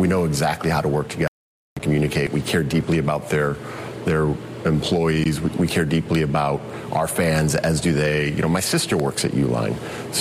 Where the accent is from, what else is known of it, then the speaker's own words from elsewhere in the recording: Racine, Wisconsin, United States; I grew up in Racine, Wisconsin, just south of Milwaukee.